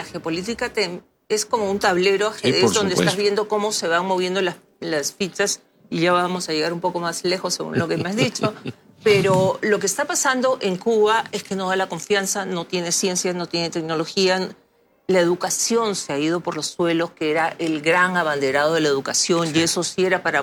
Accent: Peru

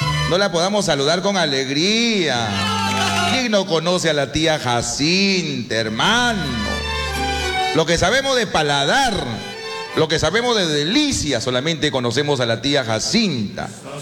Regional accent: Talara, Piura, Peru; yo tengo años aquí en Talá, soy nacido en Talá, revolcado, criado.

